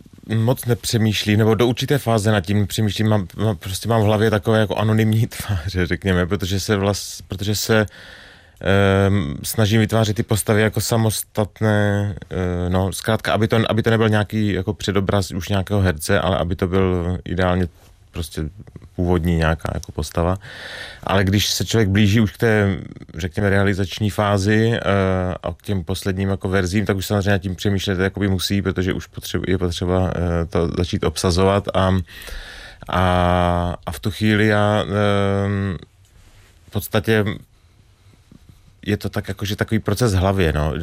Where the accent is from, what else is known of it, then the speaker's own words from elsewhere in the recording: Strážnice, South Moravian Region, Czechia; Lukáš Příkazský, tak ten je taky ze Strážnice, odkud pocházím